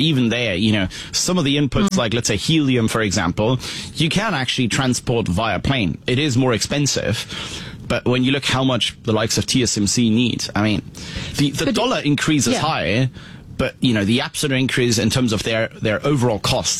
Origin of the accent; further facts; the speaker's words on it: Germany; moved away as an adult; now in United Kingdom; I come from Germany.